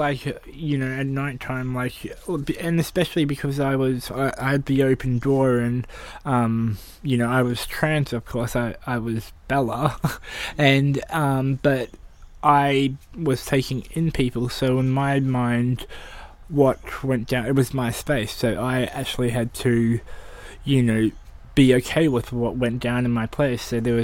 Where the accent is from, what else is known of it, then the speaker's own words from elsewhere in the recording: Queensland, Australia; also born or lived in Christchurch, New Zealand; now in Collingwood, Australia; I'm from New Zealand, Christchurch, but grew up on a 40,000 acre property and then a 30 acre property in Queensland, and now I live in Collingwood.